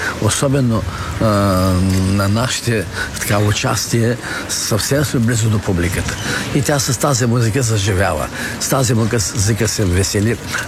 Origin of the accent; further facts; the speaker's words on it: Plovdiv, Plovdiv Province, Bulgaria; защото сме пловдивчани, защото сме от Филибето.